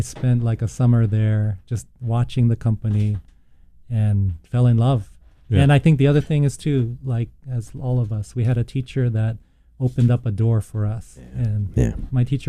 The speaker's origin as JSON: {"language": "English", "region": "Hawaii", "country": "United States", "tie": "born or raised there", "said": "I grew up in Hawaii, and that was already a place like where you were seeing a lot of like Asian traditions, puppetry, shadow puppetry from Indonesia."}